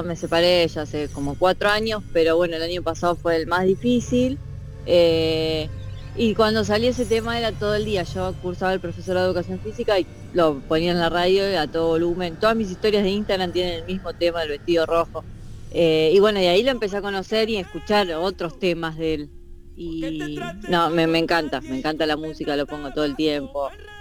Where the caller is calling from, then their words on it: Buenos Aires, Argentina; yo soy de Buenos Aires